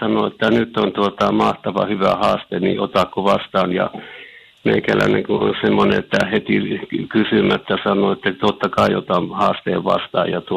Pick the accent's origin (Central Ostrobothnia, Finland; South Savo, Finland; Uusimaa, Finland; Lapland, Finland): Lapland, Finland; minä itse olen saamelainen